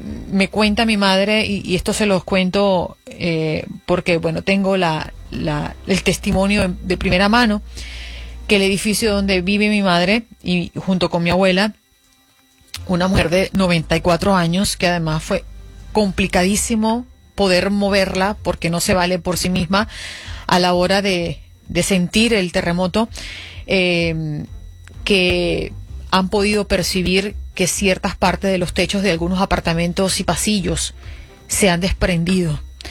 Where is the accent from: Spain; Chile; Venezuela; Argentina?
Venezuela